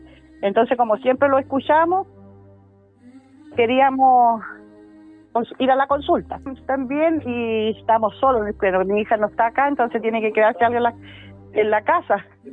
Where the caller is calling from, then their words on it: Chile; Yo lo llamo de acá de Keule.